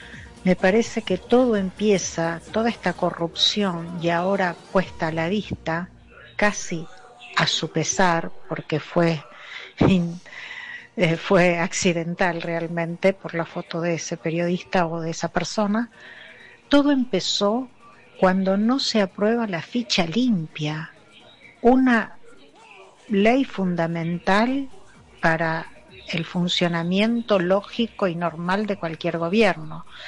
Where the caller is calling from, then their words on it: Buenos Aires, Argentina; de Capital.